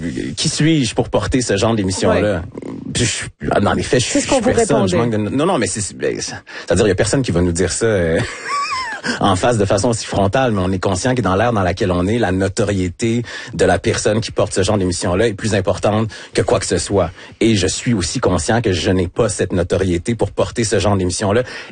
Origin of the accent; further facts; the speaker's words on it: Quebec City, Quebec, Canada; Je pense que tout est arrivé quand je suis parti de Québec. Donc, j'avais 17 ans pour aller à Jonquière, étudier en arts et technologie des, ouais, médias, en radio.